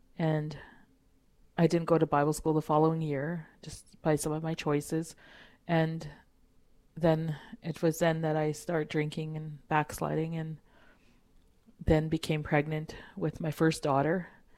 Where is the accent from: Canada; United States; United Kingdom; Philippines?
Canada; Kikino, Alberta; born or raised there